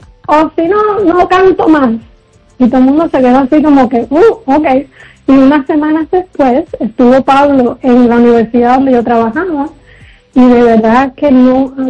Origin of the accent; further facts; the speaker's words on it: Cuba; now in Spain; Yo recuerdo haber escrito con mi familia en las amistades después que me fui de Cuba, 30 años y pico después